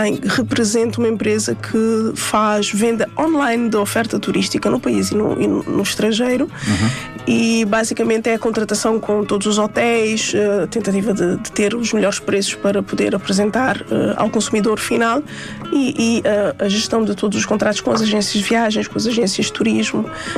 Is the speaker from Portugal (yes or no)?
no; Cape Verde; nós crescemos em minha casa, em Cabo Verde, nós crescemos com uma ligação muito forte à música e à cultura, não só cabo-verdiana e guineense, mas também brasileira.